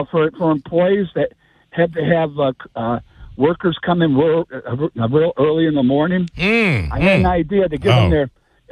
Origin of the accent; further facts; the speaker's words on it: Mohawk Valley, New York, United States; I grew up in the Mohawk. I was in Mohawk Valley when everybody had an OTB. Little Falls